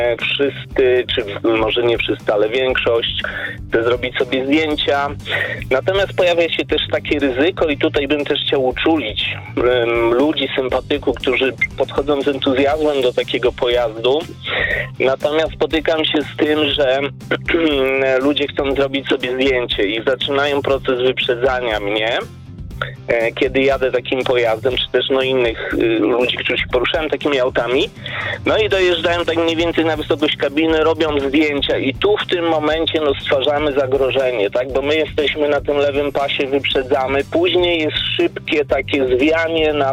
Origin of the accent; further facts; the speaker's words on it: Lower Silesian Voivodeship, Poland; ja pochodzę z Dolnego Śląska, tam też mieszkam.